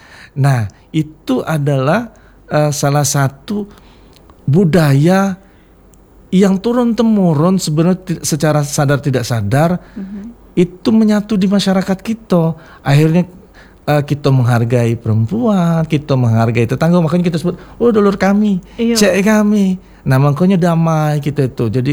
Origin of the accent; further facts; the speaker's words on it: Palembang, South Sumatra, Indonesia; kita wong Palembang